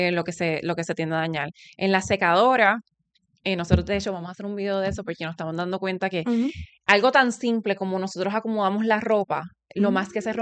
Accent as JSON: {"language": "Spanish", "country": "Puerto Rico", "tie": "born there", "also_born_or_lived": "New York / Amsterdam", "moved": "as an adult", "said": "Nací en Puerto Rico, egresada de la Universidad de Mayagüez, ingeniería química"}